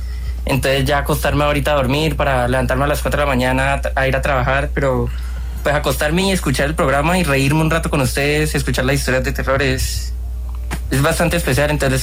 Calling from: Cali, Valle del Cauca, Colombia; Yo vivo en Cali.

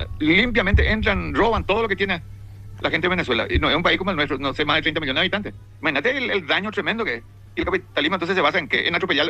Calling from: Paraguay

